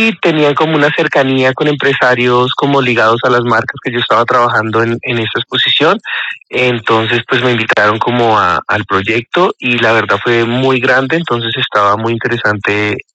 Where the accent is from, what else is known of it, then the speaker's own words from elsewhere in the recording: Guaviare, Colombia; Entonces digamos que yo vengo del Guaviare, nosotros como que vimos todos estos temas de la violencia del Guaviare en el 99 y demás